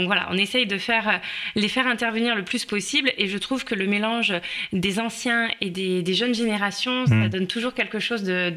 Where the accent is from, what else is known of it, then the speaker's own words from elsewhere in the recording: Lyon, Auvergne-Rhône-Alpes, France; moved away as an adult; now in Gers, France; moi, je suis lyonnaise.